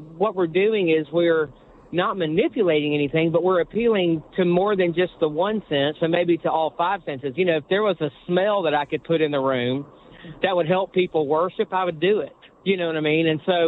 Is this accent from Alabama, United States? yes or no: no; Georgia, United States; I grew up in Georgia, so there were several cigar box guitars around my...